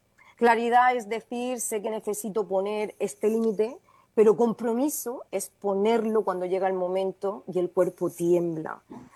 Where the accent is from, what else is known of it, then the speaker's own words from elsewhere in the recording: Region of Murcia, Spain; now in Tenerife, Spain; por mi tierra querida, por Murcia.